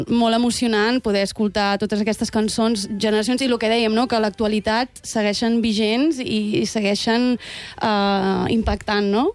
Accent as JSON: {"language": "Catalan", "region": "Catalonia", "country": "Spain", "said": "majoritàriament som tots d'Osona"}